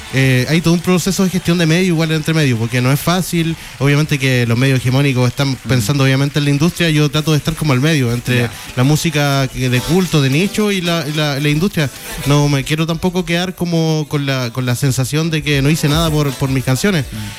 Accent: Los Ríos, Chile; born there; en el barrio San Pablo, donde yo nací.

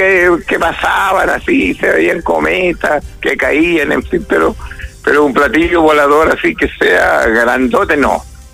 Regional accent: Chile

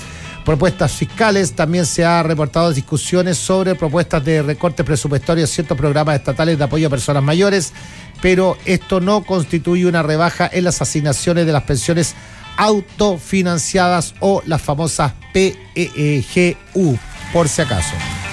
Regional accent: Chile; Yo lo digo como chileno, ¿no? Amante de mi patria.

